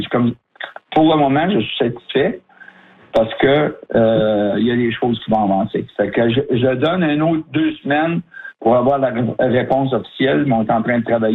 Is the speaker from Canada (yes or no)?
yes; Hearst, Ontario, Canada; moi j'ai un projet chez nous à Hearst, c'est un stationnement pour gros camions.